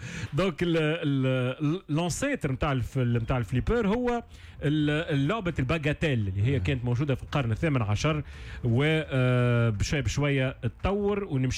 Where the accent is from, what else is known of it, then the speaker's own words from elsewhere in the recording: Tunis, Tunis Governorate, Tunisia; في ساحة العملة في تونس العاصمة، معناها في الشجرات الكبار، وكان فما سال دو جو اللوطة، وكان طبعا الاحلى ولاد الحومة الكل. يعني قعدت نسكن غادي حتى مش كبير برشا 12-13 ans